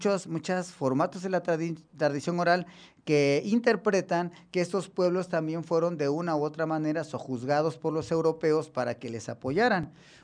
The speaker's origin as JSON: {"language": "Spanish", "country": "Mexico", "said": "nosotros, los mexicanos, también somos norteamericanos, ya que pertenecemos al bloque geográfico de Norteamérica."}